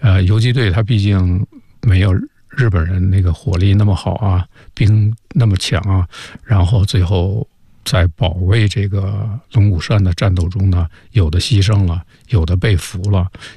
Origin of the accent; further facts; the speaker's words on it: Beijing, China; accent: Beijing dialect; 像在咱们北京话里面